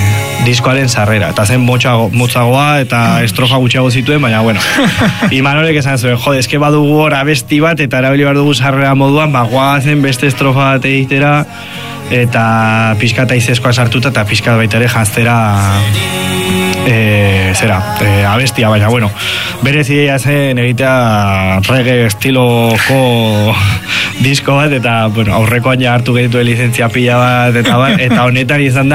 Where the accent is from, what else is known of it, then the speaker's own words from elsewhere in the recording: Pamplona, Navarre, Spain; Orduan ni ja herri hortatik kanpo nago eta Iruñan bizi izan, osea, bizi izan naiz eta jaio naiz